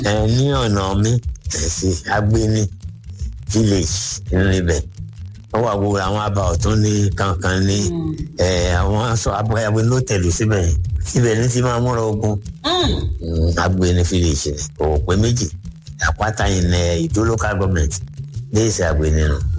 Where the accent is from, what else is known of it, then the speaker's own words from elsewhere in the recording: Ibadan, Oyo, Nigeria; ibadan ni mi ya mi ibadan baba mi ibadan